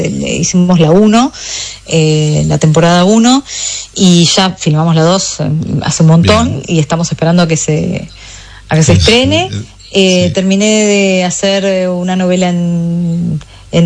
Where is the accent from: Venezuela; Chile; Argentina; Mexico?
Argentina; Puede ser que nosotros, como argentinos, sé que hinchamos siempre por Latinoamérica.